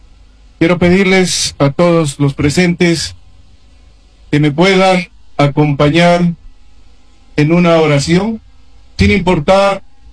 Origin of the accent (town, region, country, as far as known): Bolivia